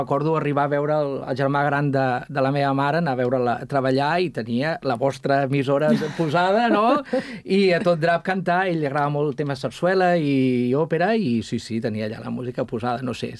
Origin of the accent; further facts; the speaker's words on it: Granollers, Catalonia, Spain; Jo soc de Granollers